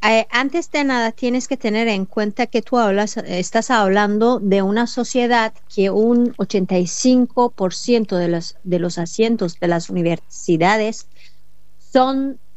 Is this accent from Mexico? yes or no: no; Iran; now in Tehran, Iran; Ahorita estoy en el norte de Irán, pero yo vivo en Teherán.